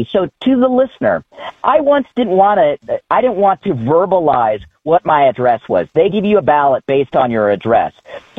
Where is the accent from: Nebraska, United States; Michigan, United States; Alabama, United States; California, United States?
California, United States; So I had mentioned that I'm from California